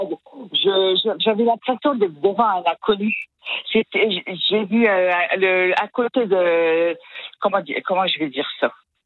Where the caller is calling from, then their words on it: Reims, Grand Est, France; Je suis à Reims.